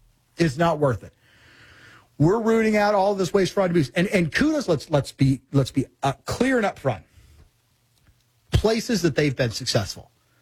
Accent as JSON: {"language": "English", "region": "Missouri", "country": "United States", "said": "And I'm from Missouri. We've had our own situation."}